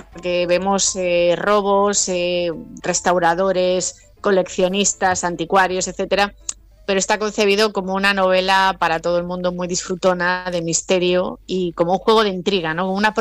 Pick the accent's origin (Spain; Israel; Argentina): Spain; Galicia